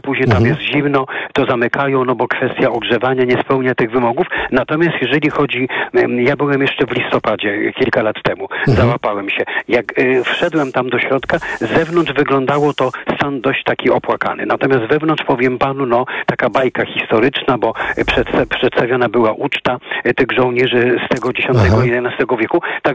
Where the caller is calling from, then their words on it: Warsaw, Masovian Voivodeship, Poland; Ja jestem z Warszawy.